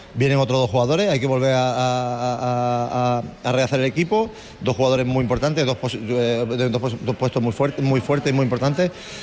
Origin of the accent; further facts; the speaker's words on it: Málaga, Andalusia, Spain; Y yo soy de Málaga, yo soy de Maristas, yo muy orgulloso